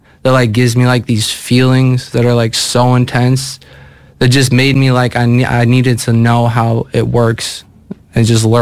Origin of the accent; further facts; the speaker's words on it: Lakeville, Minnesota, United States; Lived in Minneapolis till I was like 4 or 5. Then my fam decided to move to Lakeville, the suburbs. And that's where I've resided ever since.